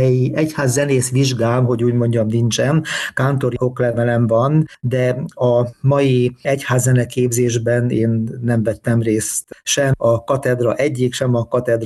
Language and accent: Hungarian; Bagamér, Hajdú-Bihar, Hungary; born there; now in Debrecen, Hungary; Lelkész szülők gyermeke vagyok, és a templom szomszédságában nőttem föl, illetve a templomban nőttem föl